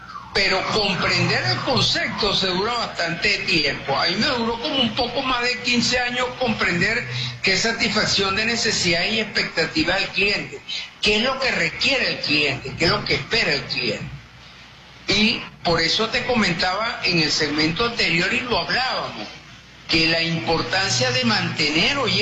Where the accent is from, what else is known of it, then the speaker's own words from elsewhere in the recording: Venezuela; Como venezolano, yo creo que uno de nosotros tenemos en eso que llamamos solidaridad